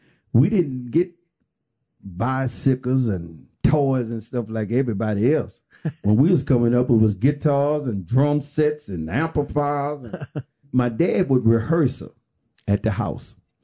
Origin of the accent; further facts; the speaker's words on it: Louisiana, United States; it's a little town on the outskirts of Port Allen. They call Urbanville.